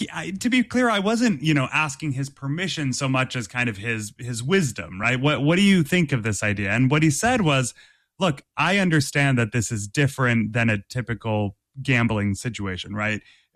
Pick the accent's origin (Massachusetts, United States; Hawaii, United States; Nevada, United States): Massachusetts, United States; I grew up in Massachusetts